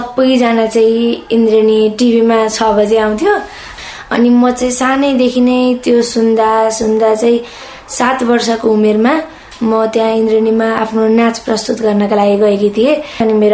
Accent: Kavre, Bagmati, Nepal; born there; now in Kathmandu, Nepal; कक्षा 9 पढ्छु। मेरो गाउँ चाहिँ काभ्रे हो, अनि म यहाँ हाल अहिले काठमाडौँको कोठाटारमा बसिरहेकी छु।

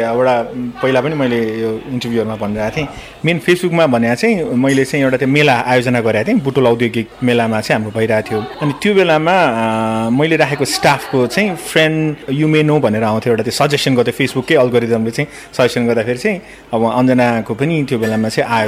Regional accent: Kathmandu, Bagmati, Nepal; म चाहिँ बालुटारमा जन्मेको, 2042 पुस 23 गते

